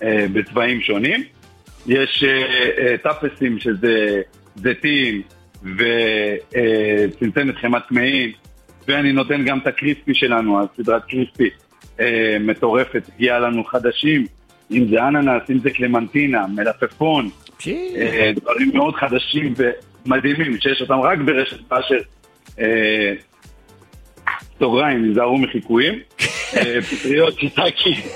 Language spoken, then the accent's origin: Hebrew; Jerusalem, Jerusalem District, Israel; moved away; אני ירושלמי במקור